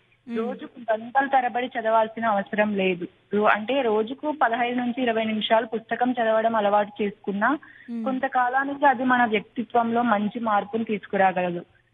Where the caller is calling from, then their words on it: Kurnool district, Andhra Pradesh, India; మాది కర్నూలు డిస్ట్రిక్ట్ అండి. నేను కడపలో యోగిరమణ యూనివర్సిటీ నుంచి చేస్తున్నా.